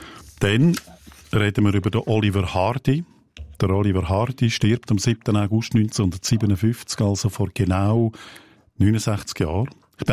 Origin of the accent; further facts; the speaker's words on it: Aargau, Switzerland; Ich bin ja ein Aargauer.